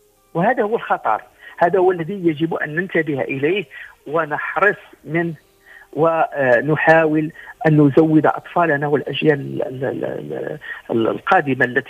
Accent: Morocco; عندنا في المغرب،

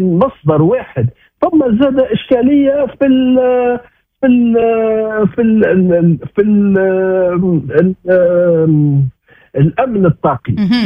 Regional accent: Tunisia; احنا في تونس

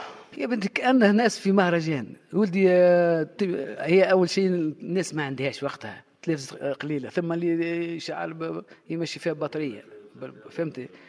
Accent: Gafsa Governorate, Tunisia; الحمد لله شرفوا ماجورة وشرفوا ولاد قفصة بصفة عامة، فهمتي؟ مش كان ماجورة، احنا رانا ولاد تونس الكل،

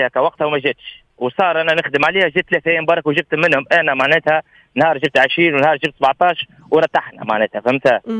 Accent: Bizerte Governorate, Tunisia; accent: Bizerte dialect; احنا نقولوا له شرش باللغه الدارجه نتاع بنزرت

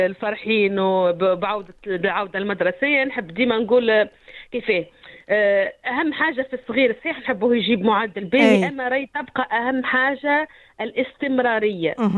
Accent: Tunisia

